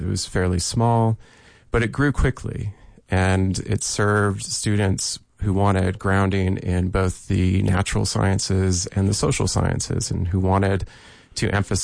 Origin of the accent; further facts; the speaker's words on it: Oregon, United States; moved away as an adult; also born or lived in Florida / Idaho; now in Colorado, United States; I'm from Oregon originally